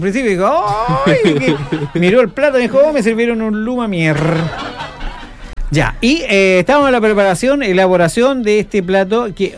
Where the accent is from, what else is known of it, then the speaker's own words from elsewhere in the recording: Chile; así somos los chilenos.